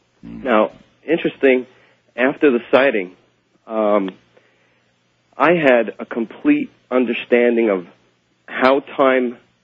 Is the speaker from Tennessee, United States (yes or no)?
no; Long Island, New York, United States; I'm from Long Island, New York.